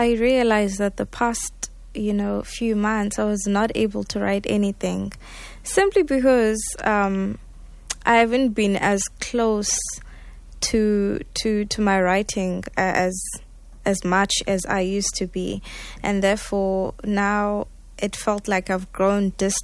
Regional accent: South Africa; I'm from South Africa.

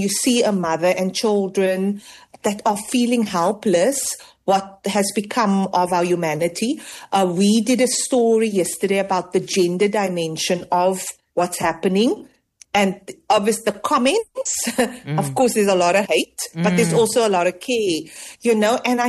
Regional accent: Cape Town, Western Cape, South Africa; I am also a citizen. I am a proudly South African. I'm from the Cape Flats. I'm from Mitchell's Plain.

